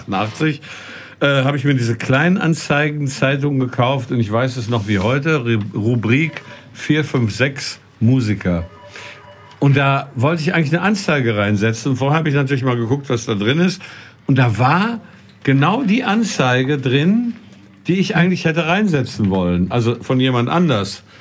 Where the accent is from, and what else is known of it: Detmold, North Rhine-Westphalia, Germany; moved away as an adult; now in Frankfurt, Germany